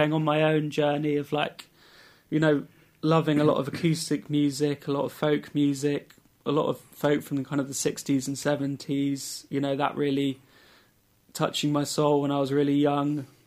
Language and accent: English; South West England, United Kingdom; Being around a community, you know, growing up in Cornwall, being in a community that was, you know, I was surrounded by musicians